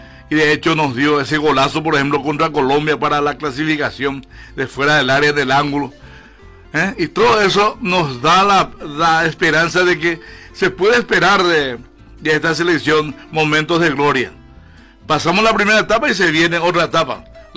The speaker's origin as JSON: {"language": "Spanish", "country": "Paraguay"}